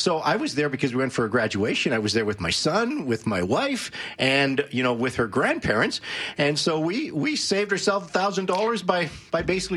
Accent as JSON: {"language": "English", "region": "Scotland", "country": "United Kingdom", "said": "but I'm very Scottish and I'm cheap."}